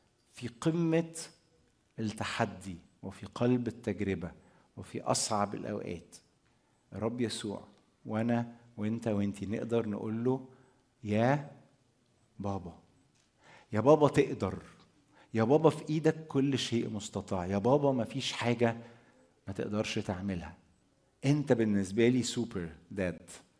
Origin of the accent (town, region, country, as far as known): Egypt